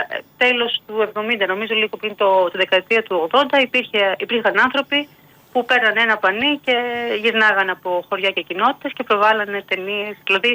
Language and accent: Greek; Nikaia, Attica, Greece; Πειραιά, Νίκαια συγκεκριμένα, από εκεί που γεννήθηκα και μεγάλωσα εγώ.